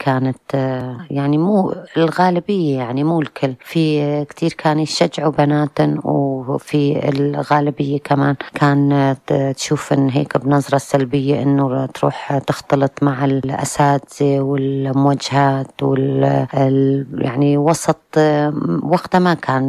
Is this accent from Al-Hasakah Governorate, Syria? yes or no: yes; Qamishli, Al-Hasakah Governorate, Syria; Arabic is a second language; نحن كبرنا بالحي الغربي بالقامشلي بالحارة الغربية معروفة كبرنا بحارة شعبية حارة كلها بيوت طينية وحواش عربية